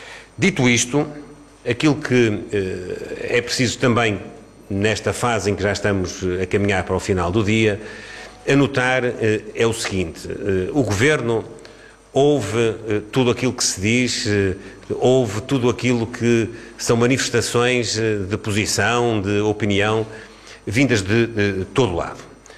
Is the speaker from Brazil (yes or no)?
no; Portugal; apenas me parece, como cidadão, como português e como Primeiro-Ministro, que todos temos uma responsabilidade